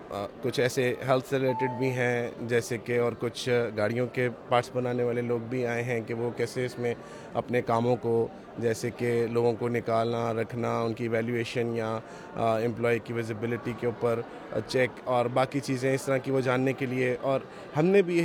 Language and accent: Urdu; Lahore, Punjab, Pakistan; اور ہم لاہور سے آئے ہیں۔